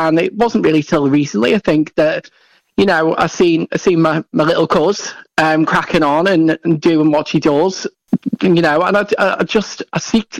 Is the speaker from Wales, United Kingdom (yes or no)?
no; Liverpool, North West England, United Kingdom; I'm originally based from Liverpool, so I'm a Scouser, just like 30 Talk or Charlotte.